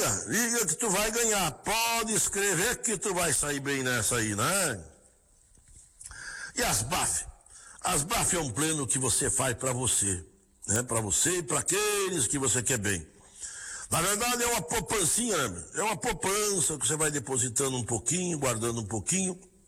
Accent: Rio Grande do Sul, Brazil; Eita, minha terra gaúcha lá, né?

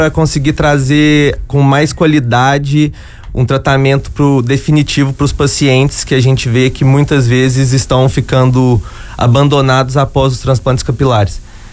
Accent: Belo Horizonte, Minas Gerais, Brazil; born there; moved away as an adult; now in Blumenau, Brazil; Eu sou mineiro, nascido em Belo Horizonte, já estou aqui em Blumenau há um ano e pouco.

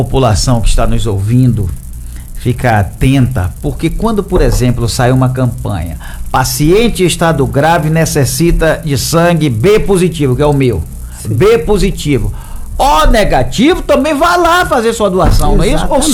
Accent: Salvador, Bahia, Brazil; Quando eu era pequeno lá em Paripe

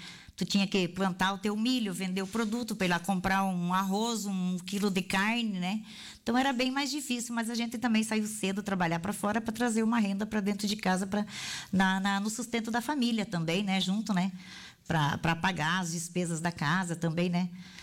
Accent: Tio Hugo, Rio Grande do Sul, Brazil; also born or lived in Ernestina; Bem, eu nasci no município de Ernestina, né? E sempre morei em Poligno do Herval. Antes pertencia a Vitor Greff. Hoje eu moro na cidade, na pequena cidade de Tio Hugo. Mas a Polino do Herval hoje pertence para Tio Hugo, né? Então, sempre morei ali, próximo.

